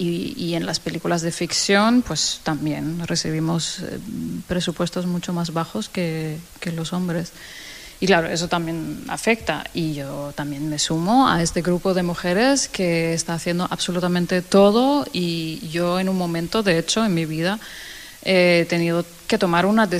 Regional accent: Denmark; Spanish is a second language; moved away as an adult; now in Barcelona, Spain; lo he mantenido en 20 años, todo el tiempo que he estado aquí viviendo en Barcelona, porque yo soy de Dinamarca

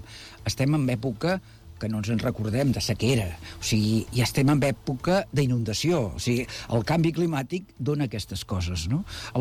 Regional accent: Badalona, Catalonia, Spain; com a badaloní

